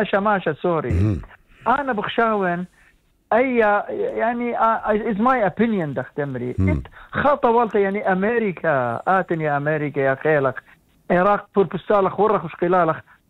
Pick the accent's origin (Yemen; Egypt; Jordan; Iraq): Iraq; انا من العراق